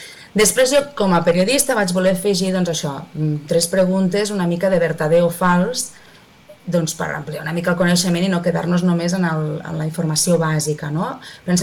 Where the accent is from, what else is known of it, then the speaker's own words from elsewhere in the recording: Maials, Catalonia, Spain; born there; jo sóc nascuda a Maials, un poble del Segrià, que no arriba als 1.000 habitants